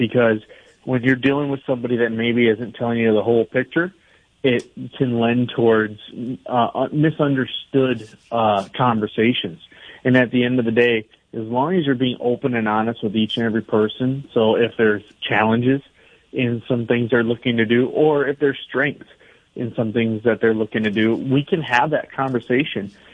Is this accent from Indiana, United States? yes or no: no; Estelline, South Dakota, United States; I'm from Esteline.